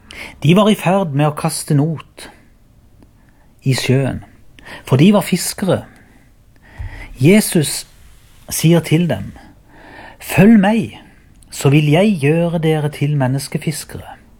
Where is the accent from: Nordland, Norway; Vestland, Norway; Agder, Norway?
Agder, Norway; Byremo; Jeg kommer fra Byrmo og hører til menigheten Ebenezer Byrmo.